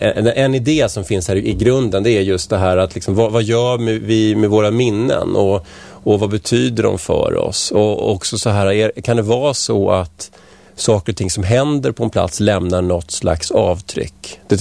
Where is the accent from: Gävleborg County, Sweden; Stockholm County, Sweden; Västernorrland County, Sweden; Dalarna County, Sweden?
Stockholm County, Sweden; Vällingby; also born or lived in Strängnäs; now in Nacka, Sweden